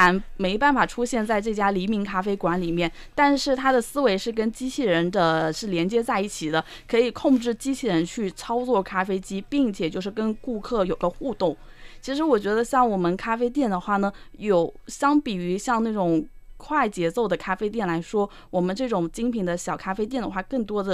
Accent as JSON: {"language": "Chinese", "town": "Jinjiang", "region": "Fujian", "country": "China", "moved": "yes", "said": "因为我之前都是在外地生活， … 其实不是那么常见的，但是我回到了这个我们的晋江这个地方发现跟我同姓的人超级多"}